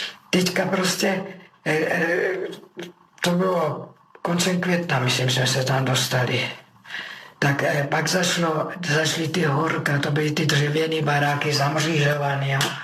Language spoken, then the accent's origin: Czech; Brno, South Moravian Region, Czechia; A já jsem šla s nimi a oni prostě chodili z těch Maloměřic po Cejlu a já jsem byla z Cejlu, že jo.